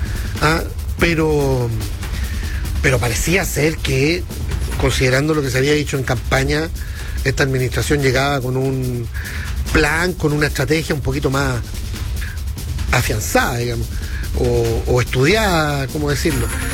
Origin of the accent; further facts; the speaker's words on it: Chile; pero somos racistas los chilenos, ¿no?